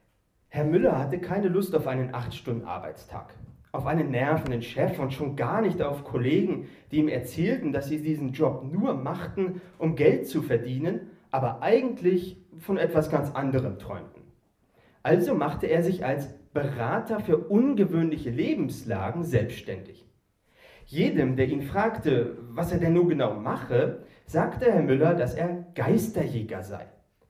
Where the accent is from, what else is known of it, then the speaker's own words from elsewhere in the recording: Erfurt, Thuringia, Germany; also born or lived in Greifswald; Ich komme ja eigentlich aus Erfurt und war früher mal hier in Greifswald.